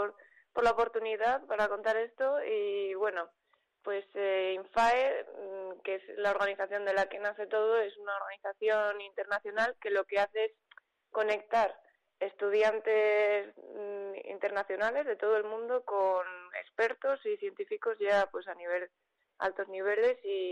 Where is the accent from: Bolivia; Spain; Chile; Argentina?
Spain; Navarre; moved away as an adult; now in Soria, Spain; yo soy de Navarra.